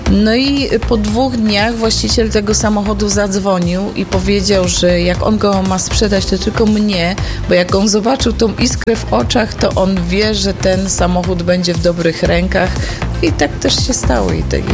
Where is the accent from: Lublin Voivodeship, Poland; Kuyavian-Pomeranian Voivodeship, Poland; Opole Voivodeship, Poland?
Opole Voivodeship, Poland